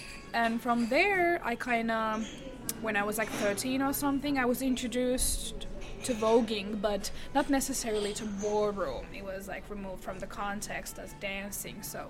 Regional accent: Vaasa, Ostrobothnia, Finland; English is a second language; I'm originally from Vasa. It's a smaller town in Helsinki, Finland, sorry.

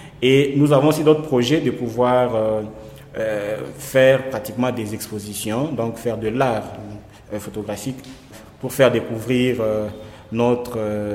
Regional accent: Kolwezi, Lualaba, DR Congo; born or raised there; moved away as an adult; also born or lived in Lubumbashi

